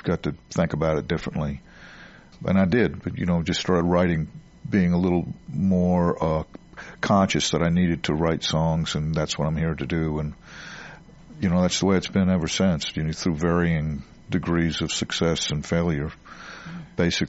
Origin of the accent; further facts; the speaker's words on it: Rhode Island, United States; born there; moved away as an adult; also born or lived in North Carolina; I was born in Rhode Island, you know, baby boomer and all that stuff. And my dad was from New England, and my mom was from North Carolina, so we had this connection with North Carolina.